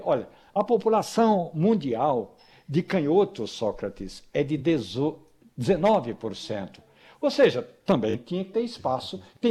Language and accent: Portuguese; Carnaíba, Pernambuco, Brazil; E aí eu me lembro do grande compositor pernambucano … lá de Carnaíba, de onde eu venho.